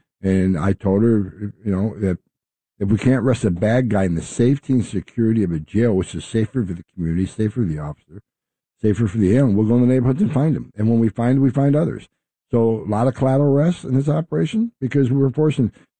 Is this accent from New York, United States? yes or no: yes; New York City, New York, United States; born or raised there